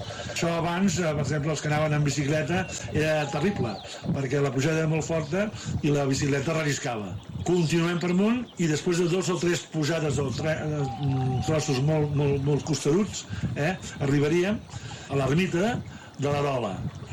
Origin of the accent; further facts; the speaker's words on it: Catalonia, Spain; ens localitza d'on som, del Maresme, el mar sempre present, perquè nosaltres som la muntanya del mar de la Maresme.